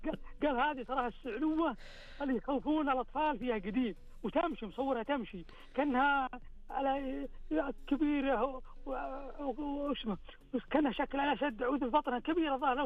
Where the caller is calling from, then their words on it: Al-Qassim, Saudi Arabia; انا في القصيم